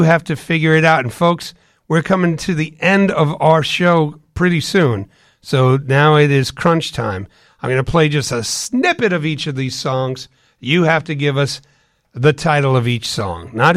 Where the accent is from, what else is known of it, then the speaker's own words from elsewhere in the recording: Long Island, New York, United States; now in Florida, United States; down here in Florida, but I grew up on Long Island